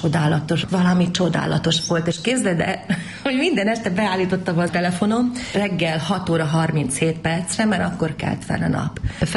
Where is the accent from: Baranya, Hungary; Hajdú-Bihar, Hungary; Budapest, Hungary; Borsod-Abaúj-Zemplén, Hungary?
Budapest, Hungary; moved away as an adult; now in Szentendre, Hungary; mi ott nőttünk fel a Ferenc körúton, a villamos ott ment